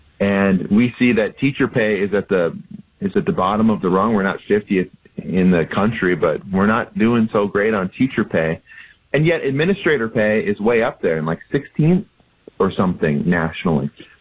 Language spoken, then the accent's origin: English; Dell Rapids, South Dakota, United States; born there; also born or lived in Yankton, South Dakota; I was born in Yankton, actually, and did a little growing up there. My family moved up to Del Rapids when I was a kid.